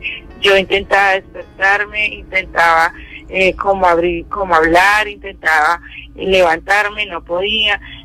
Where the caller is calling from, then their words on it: Pereira, Risaralda, Colombia; yo soy de Pereira